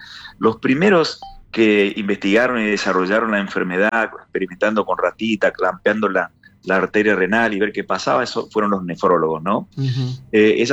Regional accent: General José de San Martín, Chaco, Argentina; yo era chico en mi pueblo, yo soy de Chaco de San Martín

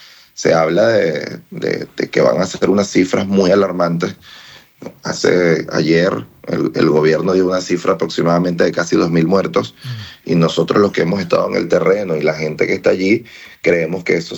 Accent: Venezuela; tengan tecnología mínima que no la teníamos en Venezuela?

